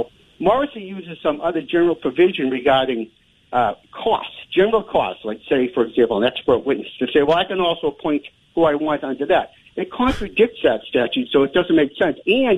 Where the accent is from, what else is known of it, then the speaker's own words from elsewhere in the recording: Boston, Massachusetts, United States; I'm from Boston originally. And I went to Capitol Hill High School, Stonehill College. And I'm one of nine kids.